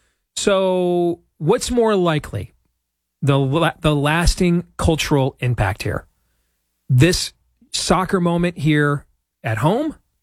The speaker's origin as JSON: {"language": "English", "country": "United States", "said": "I'm also an American, so to me, if we're going to be in anything, we might as well go ahead and win it"}